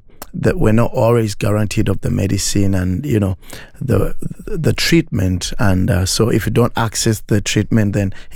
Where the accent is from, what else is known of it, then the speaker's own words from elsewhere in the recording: Uganda; I'm from Uganda. I'm a pastor serving in a very local church in a small village called Busika, in a village called Chibanga.